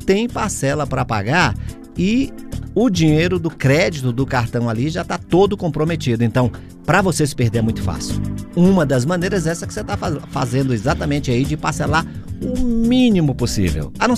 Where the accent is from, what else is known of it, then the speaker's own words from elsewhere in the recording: Teresina, Piauí, Brazil; como bom teresinense, já conheço, né, esse tipo de clima.